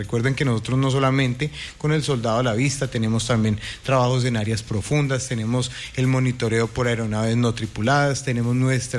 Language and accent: Spanish; Colombia; estamos acá como colombianos, como ciudadanos colombianos también